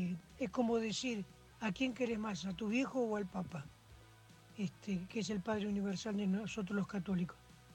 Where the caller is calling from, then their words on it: Valentín Alsina, Buenos Aires Province, Argentina; de Valentín Alsina.